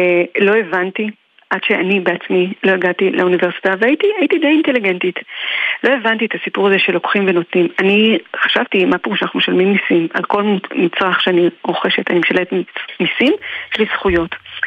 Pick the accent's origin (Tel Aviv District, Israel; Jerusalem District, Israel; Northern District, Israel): Jerusalem District, Israel; Jerusalem; בסורוצקין, אני קורא לזה, ויש שכונה חרדית באזור הזה, אתה יודע איפה זה היה מדה? כאילו כל האזור שם, אז שם.